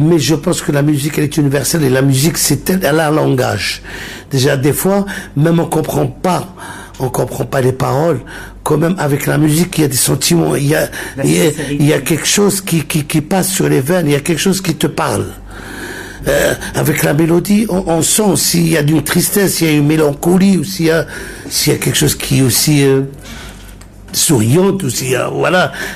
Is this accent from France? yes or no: no; West, Algeria; Même chez moi, j'ai trouvé des difficultés parce que nous, les gens de l'Ouest, on a notre langue, notre dialecte qui est différent de l'autre côt